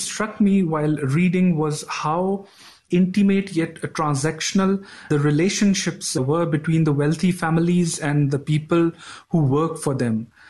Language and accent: English; Lahore, Punjab, Pakistan; here from Alcatraz Books Review. I am from Lahore, Pakistan.